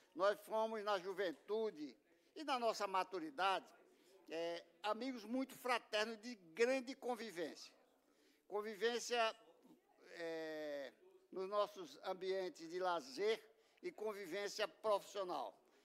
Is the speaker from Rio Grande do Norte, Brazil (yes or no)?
yes; Natal, Rio Grande do Norte, Brazil; Eu trago da minha convivência, da minha juventude aqui em Natal e da minha maturidade, essa imagem e essas memórias fabulosas